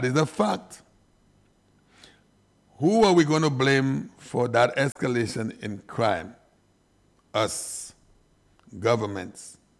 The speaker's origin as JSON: {"language": "English", "region": "Castries", "country": "St. Lucia", "tie": "born or raised there", "said": "I grew up in the Castries Basin."}